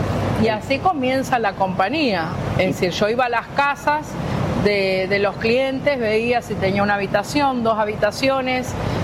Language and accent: Spanish; Rosario, Santa Fe, Argentina; moved away as an adult; now in United States